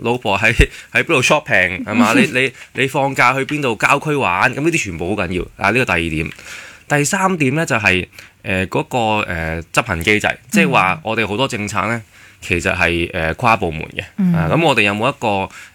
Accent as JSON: {"language": "Cantonese", "country": "Hong Kong", "said": "我哋香港人"}